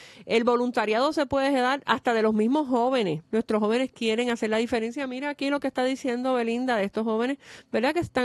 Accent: Trujillo Alto, Puerto Rico; Yo soy trujillana, by the way.

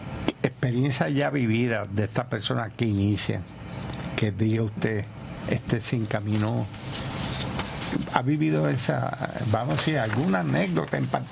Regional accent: Puerto Rico

